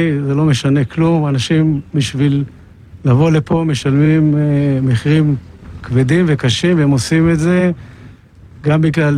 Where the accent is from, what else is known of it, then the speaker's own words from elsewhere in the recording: Shaarei Tikva, Judea and Samaria, Israel; משערי תקווה.